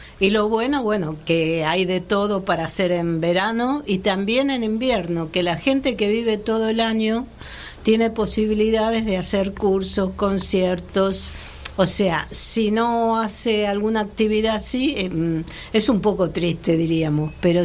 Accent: Buenos Aires, Argentina; now in Laredo, Spain; Sí, yo vine por 2 meses de Buenos Aires a hacer unos trámites familiares, y el día que llegué dije, me voy a quedar un tiempo, porque me encantó Laredo. Y bueno, hace 21 años que estoy acá.

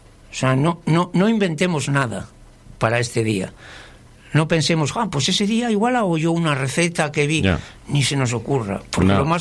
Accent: Laredo, Cantabria, Spain; Porque la Batalla de Flores, para los que somos de Laredo, no digo en su totalidad, pero en su gran mayoría comemos en casa.

